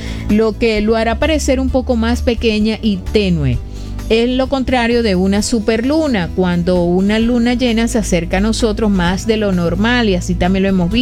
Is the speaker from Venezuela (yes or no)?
yes; Venezuela